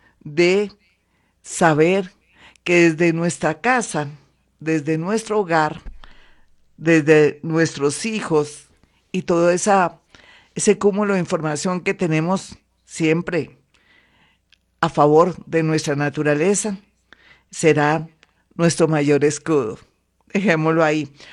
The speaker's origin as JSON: {"language": "Spanish", "country": "Colombia", "said": "amamos a nuestra Colombia, apreciamos a nuestra Colombia, adoramos a Colombia"}